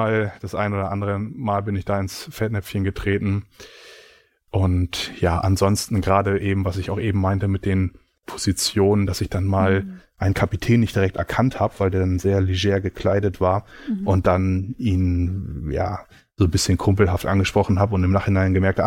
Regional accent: Germany; ich als Deutscher

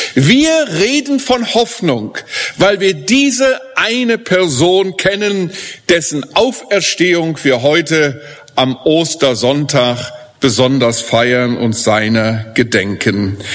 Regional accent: Germany; Und als Deutscher schäme ich mich auch ein wenig.

